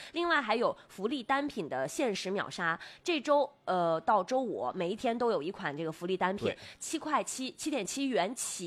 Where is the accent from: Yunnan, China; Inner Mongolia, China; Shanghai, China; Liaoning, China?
Inner Mongolia, China; 我们内蒙古人呢，就是蒙古族